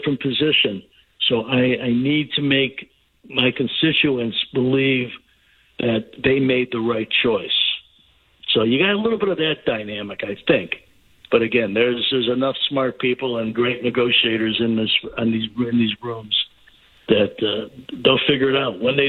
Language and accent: English; Chicago, Illinois, United States; now in Los Angeles, United States; since I was a little kid growing up in Chicago.